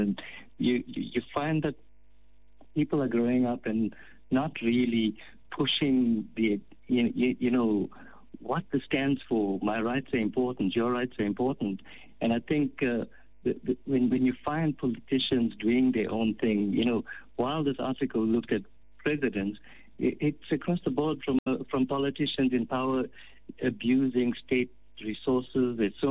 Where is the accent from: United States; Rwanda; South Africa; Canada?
South Africa